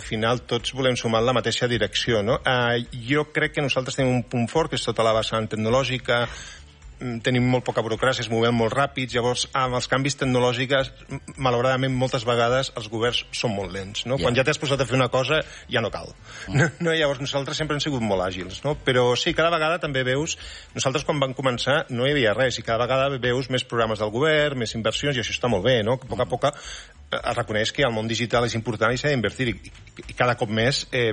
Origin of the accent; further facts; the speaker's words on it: Barcelona, Catalonia, Spain; Del Clot, ara visc al Guinardó.